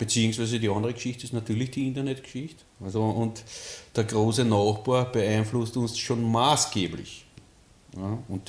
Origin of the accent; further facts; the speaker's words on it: Austria; Was man jetzt da bei uns in Österreich doch hauptsächlich empfängt, sind irgendwelche deutschen Fernsehsender.